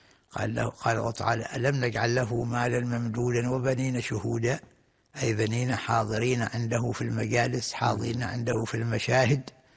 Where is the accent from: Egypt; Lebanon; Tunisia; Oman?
Oman; حتى عندنا في عمان،